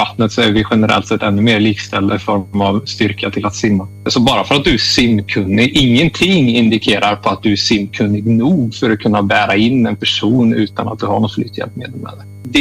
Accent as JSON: {"language": "Swedish", "country": "Sweden", "said": "Och det, som svensk så känns det helt orimligt."}